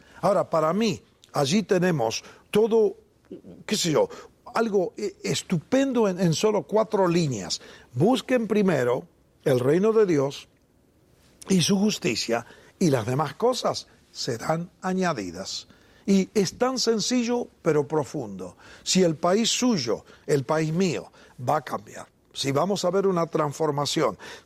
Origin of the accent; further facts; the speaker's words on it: Argentina; born there; Como muchos de ustedes saben, nací en la República Argentina, un país que tenía un estudio religioso y una conducta religiosa un poco extraña cuando yo era niño.